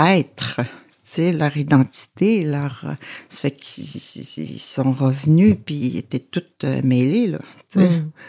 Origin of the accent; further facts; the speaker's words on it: Uashat Mak Mani-utenam, Quebec, Canada; Oui, je viens de Magnotenam, comme vous dites. Je suis née à Québec en 1972.